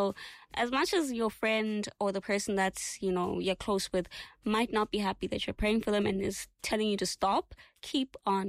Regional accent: Ndola, Copperbelt, Zambia; We grew up together in Indola.

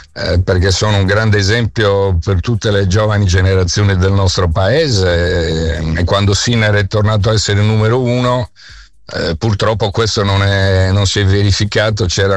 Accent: Sardinia, Italy; Io però, prima ancora che italiano, sono sardo.

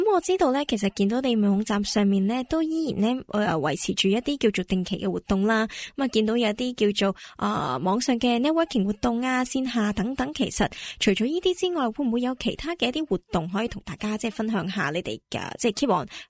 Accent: Hong Kong; now in Australia; 我哋作为新移即系唔叫新移民或者移民海外居住嘅香港人嚟讲，一方面其实我哋都想融入澳洲本地主流社会嘅。咁但系其实另一方面，我哋亦都希望保留住自己作为香港人嘅身份同埋文化。

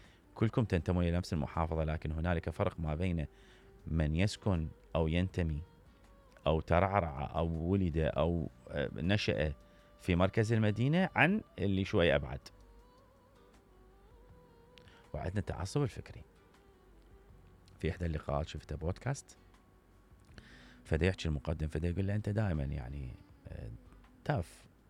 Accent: Iraq; في بلدنا جميل العراق

